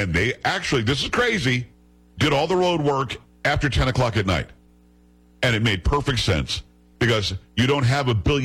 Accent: Texas, United States; Love Texas. Love. … I'm a Texan.

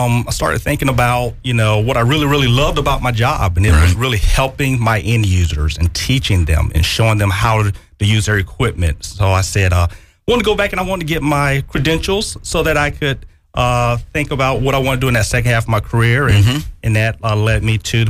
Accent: Sumter, South Carolina, United States; So I'm from right here in Sumter, born and raised

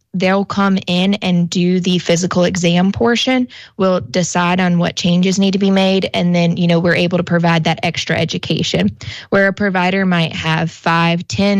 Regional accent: Manning, South Carolina, United States; now in Sumter, United States; I'm originally from Manning. Graduated from Manning High School. And then now I'm in Sumter. We have lived here for going on 3 years now.

